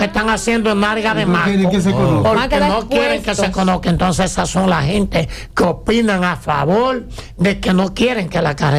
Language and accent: Spanish; Dominican Republic; Yo nací ahí. Yo nací en Loma del Copel.